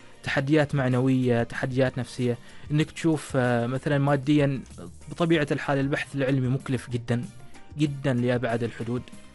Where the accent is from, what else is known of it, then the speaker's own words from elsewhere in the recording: Oman; تروح كعماني، تروح لمسؤول عماني أو لشخص عماني أو لأي شخص في هذا الوطن في عمان